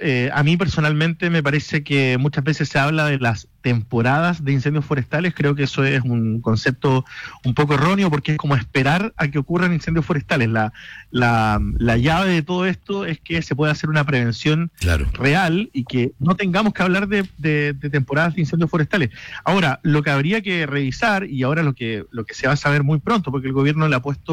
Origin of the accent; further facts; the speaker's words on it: Punta Arenas, Magallanes and Chilean Antarctica, Chile; yo provengo de la región de Magallanes, en Punta Arenas, en el sur.